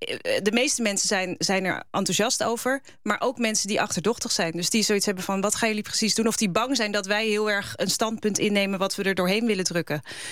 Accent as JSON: {"language": "Dutch", "town": "The Hague", "region": "South Holland", "country": "Netherlands", "said": "Ik kom zelf ook uit Moerwijk."}